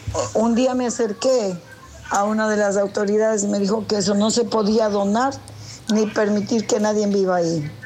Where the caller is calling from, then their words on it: Ecuador; nosotros como ecuatorianos